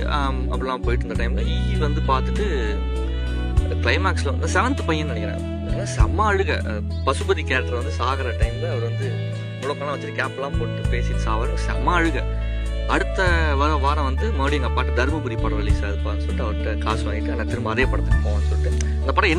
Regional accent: Tiruppur, Tamil Nadu, India; நான் என்னோடய சொந்த ஊர் வந்து திருப்பூர்.

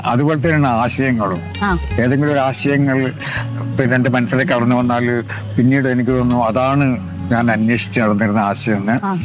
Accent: Mahe, Puducherry, India; അവിടെയാണ്, മയ്യഴിയിലാണ്. അവിടുന്ന് ജനിച്ചു വളർന്ന നാട് അവിടുന്നല്ലേ ഞാനായത്. ഇപ്പൊ ഞാൻ മലയാളത്തിൽ എഴുതുന്നു, ആ മലയാളം പഠിച്ചത് പോലും ഞാൻ മയ്യഴിയിൽ വെച്ചിട്ടാണ്.

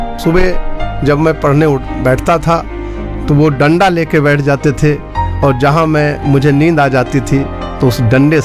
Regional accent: Gonda, Uttar Pradesh, India; born there; मेरी पैदाइश गोंडा की ही है

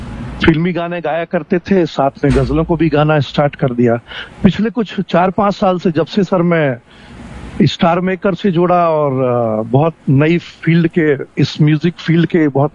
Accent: Jabalpur, Madhya Pradesh, India; मैं जबलपुर का रहने वाला हूँ। जबलपुर मध्य प्रदेश में आता है, एंड जबलपुर बहुत फेमस है भेड़ा घाट के लिए

